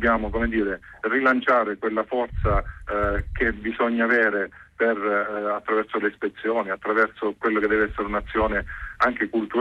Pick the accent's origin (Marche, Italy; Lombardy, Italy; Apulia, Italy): Apulia, Italy; D'altra parte, io sono pugliese